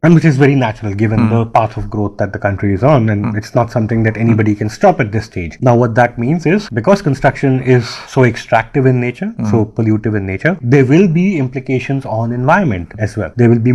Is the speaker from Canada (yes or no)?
no; Delhi, India; I grew up in Delhi in the 90s and the 80s. I was very so used to seeing clear blue skies